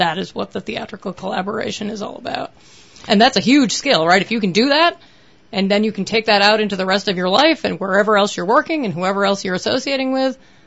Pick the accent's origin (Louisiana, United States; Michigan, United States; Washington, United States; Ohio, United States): Michigan, United States; also born or lived in Wisconsin; now in Bay Area, United States; I grew up in Michigan, and then I went to grad school twice in Wisconsin. I actually love the Midwest, and I do miss snow.